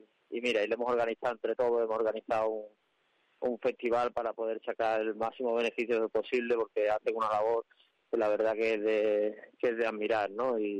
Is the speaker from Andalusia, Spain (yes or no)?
yes; Seville, Andalusia, Spain; now in Salamanca, Spain; el charro adoptado, ¿no?, que llevo varios años viviendo a Salamanca, pero yo, obviamente, yo soy de Sevilla, pero bueno, ya llevo unos años viviendo aquí